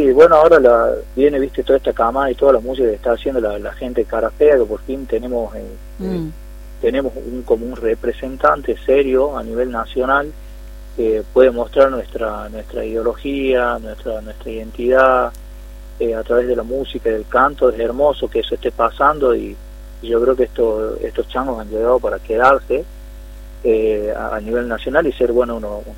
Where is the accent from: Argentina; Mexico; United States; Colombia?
Argentina; Catamarca; nos represente a los catamarqueños.